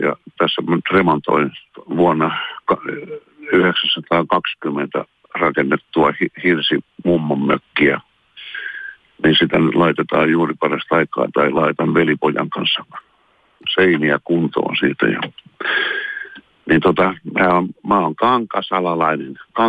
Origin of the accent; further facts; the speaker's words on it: Tampere, Pirkanmaa, Finland; moved away as an adult; also born or lived in Lappeenranta / Kangasala; now in Helsinki, Finland; Mä oon käynyt kansakoulun ja oppikoulun Tampereella. Eli mä 6-vuotiaana muutin Tampereelle Lappeenrannasta tai sieltä päin. Ja sitten menin teatterikouluun 19-vuotiaana.